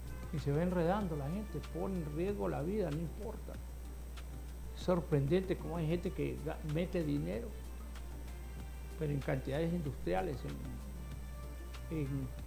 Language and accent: Spanish; Comayagüela, Francisco Morazán, Honduras; le decimos nosotros en Comayagüela